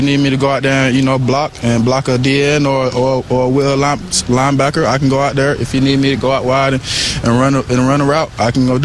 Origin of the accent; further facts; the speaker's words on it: Atlanta, Georgia, United States; Just pretty much, I grew up in back in Atlanta, Georgi